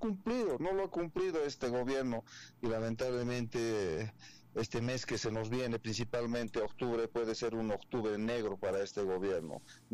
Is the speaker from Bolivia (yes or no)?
yes; Potosí, Bolivia; han nevado ahí en Potosí, debe estar hermosa mi ciudad.